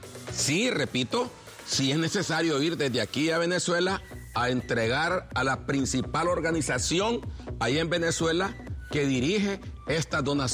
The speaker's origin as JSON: {"language": "Spanish", "country": "Honduras"}